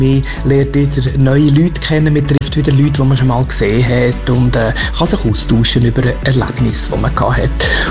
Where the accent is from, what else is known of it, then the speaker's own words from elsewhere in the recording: Fribourg, Switzerland; now in Zürcher Unterland, Switzerland; Ich bin aufgewachsen in der Region Murten, wohne aber schon lange im Zürcher Unterland